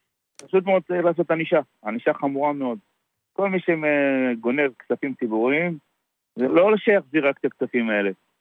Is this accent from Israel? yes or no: yes; Tel Aviv, Tel Aviv District, Israel; now in Yavne, Israel; אני גדלתי בשכונת התקווה. לא של היום.